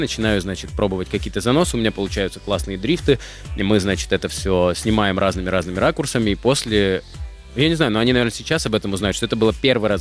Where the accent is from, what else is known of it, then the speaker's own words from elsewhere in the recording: Armavir, Krasnodar Krai, Russia; moved away; я из Армавира